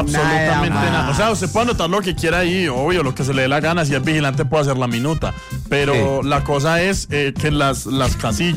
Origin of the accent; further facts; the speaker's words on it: Antioquia, Colombia; Yo soy orgullo de Antioquia, mío.